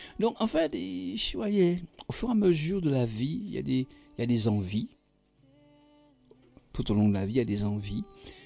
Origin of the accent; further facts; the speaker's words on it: Guadeloupe; Quand je suis Guadeloupéen, moi aussi